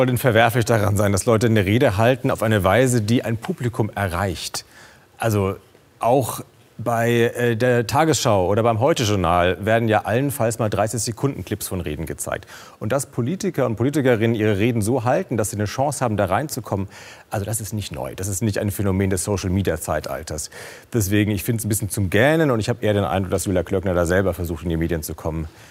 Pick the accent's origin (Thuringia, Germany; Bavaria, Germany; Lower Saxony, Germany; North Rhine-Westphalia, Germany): Bavaria, Germany; Also ich komme aus Bayern